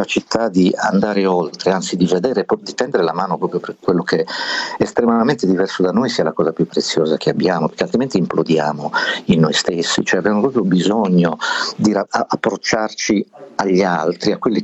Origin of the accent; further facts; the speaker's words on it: Berchidda, Sardinia, Italy; Io la prima volta che sono uscito da Berchida, dal mio paese, per andare al paese vicino, so che fa ridere, ma erano altri tempi, il paese vicino era Monti, che stava a 15 km da Berchida